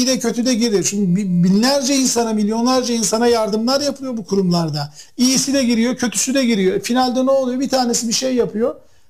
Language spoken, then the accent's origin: Turkish; Giresun, Turkey; Ben Enes'le otururken işte ben Giresunluyum.